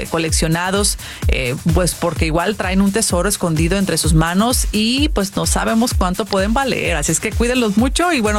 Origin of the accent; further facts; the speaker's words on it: Sinaloa, Mexico; now in United States; como decimos en mi tierra en Sinaloa